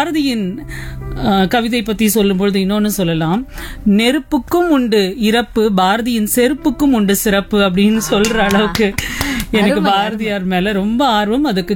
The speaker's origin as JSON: {"language": "Tamil", "town": "Chennai", "region": "Tamil Nadu", "country": "India", "tie": "born or raised there", "said": "நாங்கள் சென்னையில் தான் பிறந்து வளர்ந்தது, படித்தது எல்லாமே."}